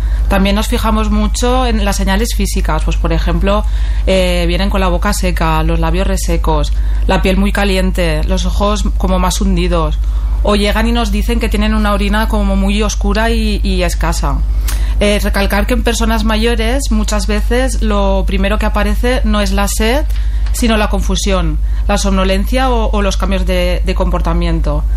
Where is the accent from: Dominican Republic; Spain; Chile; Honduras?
Spain; Vilabella, Catalonia; Soy de aquí, de Vilabella, de cerquita al ladito